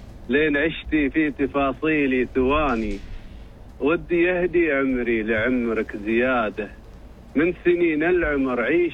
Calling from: Al Buraimi, Oman; من البريمي

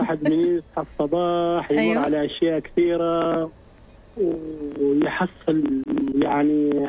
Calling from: Muscat, Muscat Governorate, Oman

